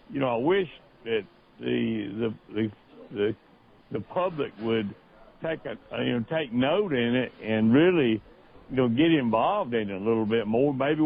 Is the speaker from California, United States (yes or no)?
no; Connecticut, United States; I was lucky growing up in Connecticut County and a little farm here.